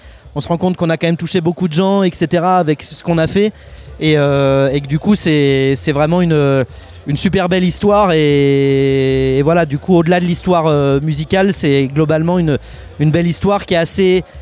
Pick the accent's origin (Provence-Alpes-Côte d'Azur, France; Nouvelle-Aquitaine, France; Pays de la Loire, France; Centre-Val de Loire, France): Centre-Val de Loire, France; Chartres; moved away; On est originaire de Chartres. Donc Chartres. Et donc notre QG, c'est Chartres, on va dire.